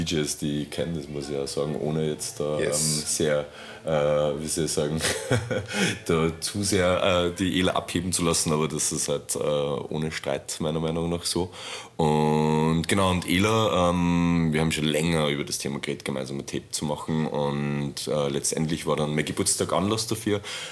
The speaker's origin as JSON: {"language": "German", "town": "Linz", "region": "Upper Austria", "country": "Austria", "tie": "born or raised there", "also_born_or_lived": "Istanbul", "said": "ich bin in Linz aufgewachsen und in Istanbul geboren."}